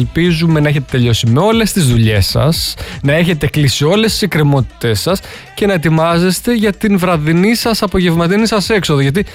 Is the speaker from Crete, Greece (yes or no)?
yes; Crete, Greece; Εγώ έχω μεγαλώσει στην Κρήτη.